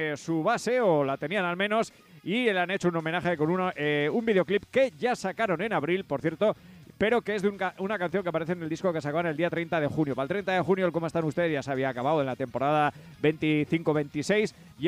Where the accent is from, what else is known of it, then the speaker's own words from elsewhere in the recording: Lerín, Navarre, Spain; soy de Lerín